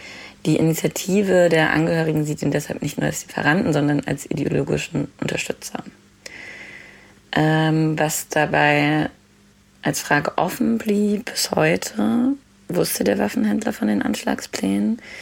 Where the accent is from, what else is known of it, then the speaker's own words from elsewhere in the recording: Berlin, Germany; Wir als Berliner in die Reisen am Mittwoch, den 22. Juli 2026, also am Tag der Tat, gemeinsam nach München.